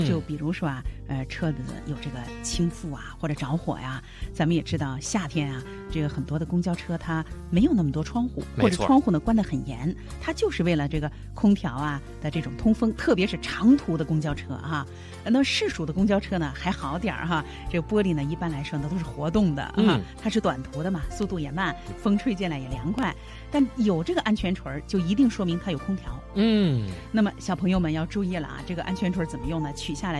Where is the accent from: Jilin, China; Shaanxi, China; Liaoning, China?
Shaanxi, China; Xi'an; 因为你知道我是西安人